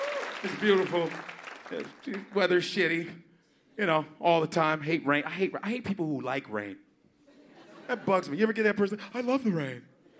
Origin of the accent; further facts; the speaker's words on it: New York, United States; And you know, that's why I love being a New Yorker. I think New Yorkers are the best.